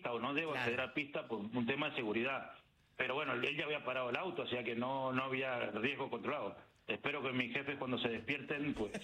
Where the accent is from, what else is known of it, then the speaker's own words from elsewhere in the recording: Argentina; Primero, como argentino, yo creo que es nuestro mejor embajador.